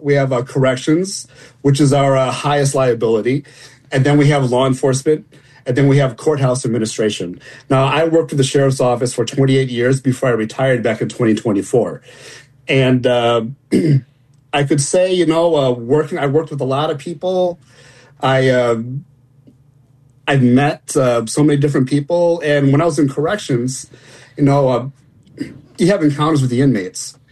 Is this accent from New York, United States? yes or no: no; Wheaton, Illinois, United States; Well, I grew up in Wheaton, Illinois, and then spent here my entire life.